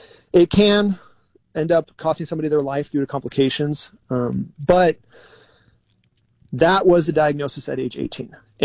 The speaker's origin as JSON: {"language": "English", "area": "Orange County", "region": "California", "country": "United States", "tie": "born there", "also_born_or_lived": "San Luis Obispo", "moved": "as an adult", "said": "I had grown up in a congregation that I loved, but I moved away from there. Mm. And I moved up from Orange County to San Luis Obispo"}